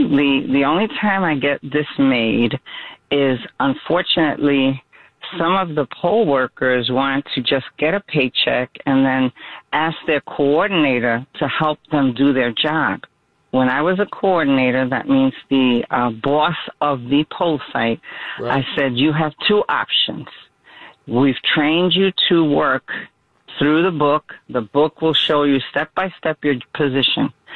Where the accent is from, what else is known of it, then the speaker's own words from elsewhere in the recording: New York City, New York, United States; now in Brooklyn, United States; Brooklyn, but born and raised in the Bronx. Wherever the Jewish population was, my father moved us.